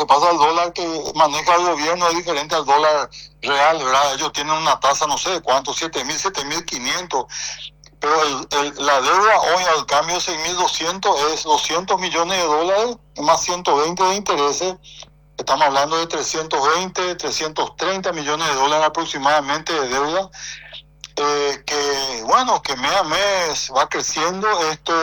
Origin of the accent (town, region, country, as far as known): Paraguay